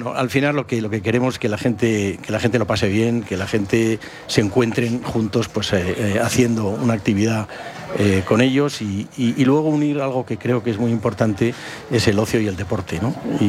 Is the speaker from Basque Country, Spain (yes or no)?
yes; San Sebastián, Basque Country, Spain; now in Madrid, Spain; Yo soy de San Sebastián.